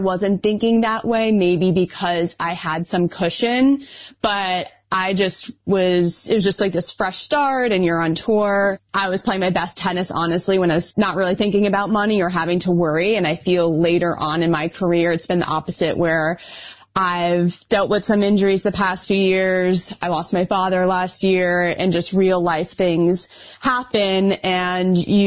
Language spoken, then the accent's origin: English; New York, United States; I'm from New York, so US Open is a special place to me, just in my backyard.